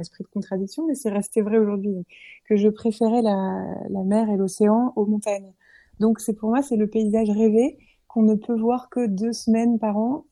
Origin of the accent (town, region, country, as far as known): Briançon, Provence-Alpes-Côte d'Azur, France